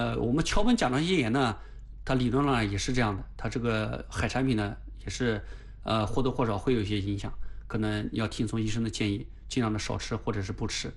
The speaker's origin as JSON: {"language": "Chinese", "region": "Anhui", "country": "China", "said": "尤其是我们安徽人，像我们内地人，这个海产品摄入量本身就很少，"}